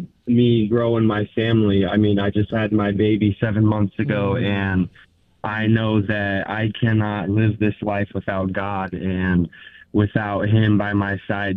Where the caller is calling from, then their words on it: Overton, Nebraska, United States; Overton, Nebraska.